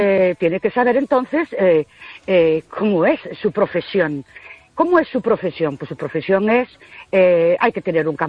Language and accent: Spanish; Ourense, Galicia, Spain; Buenas noches … de Ourense.